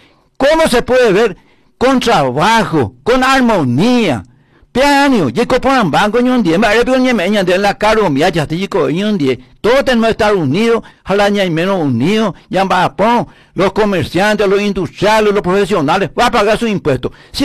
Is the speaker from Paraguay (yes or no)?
yes; Paraguay; acá no tenemos que pensar un poco como paraguayo humanitariamente